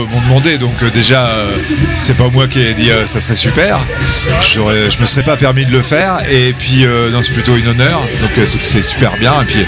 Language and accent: French; Normandy, France; c'est que je suis normand. Même si je suis plutôt bas normand.